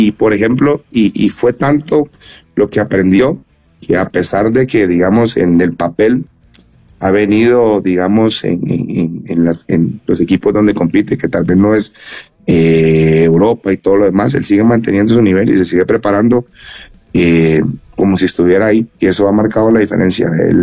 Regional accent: Costa Rica; hasta donde nosotros como costarricenses también entendamos

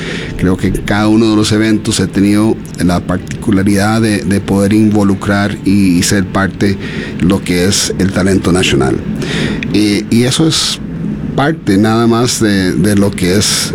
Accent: Costa Rica; Yo soy orgullosamente costarricense. … Yo, aunque nací costarricense

